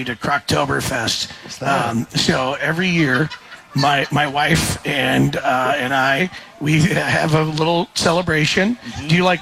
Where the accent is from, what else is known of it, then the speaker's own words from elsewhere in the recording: Savage, Minnesota, United States; Oh, that's my hometown.